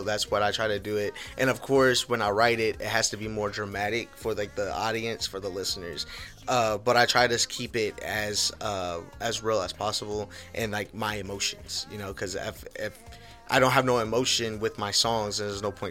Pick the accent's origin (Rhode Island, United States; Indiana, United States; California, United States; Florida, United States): Indiana, United States; Jeffersonville; born there; first language English; I was born in Jeffersonville, Indiana. But root wise, again, it was Querétaro, Mexico.